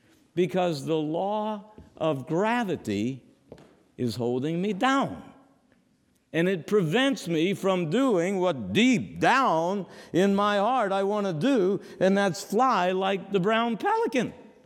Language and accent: English; Louisiana, United States; moved away; When I was a little boy growing up in Louisiana